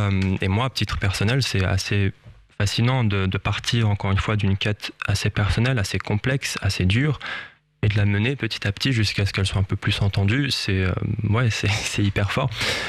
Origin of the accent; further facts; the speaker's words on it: France; born there; L'attaquer, c'est donc la ville de mes parents. Moi, je suis né en France, mais mes parents sont tous les deux syriens de l'attaquer, cette ville qui est sur la côte syrienne.